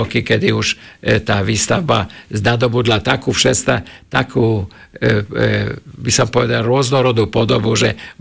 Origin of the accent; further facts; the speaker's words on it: Prešov, Prešov Region, Slovakia; accent: Šariš dialect; ovládam dialekt, takže tým pádom som mohol hovoriť šarišským dialektom s ľuďmi, ale hneď poznali, že som Prešovčan, že nie som odtiaľ, lebo ten dialekt na Hornom Šariši ale je troška iný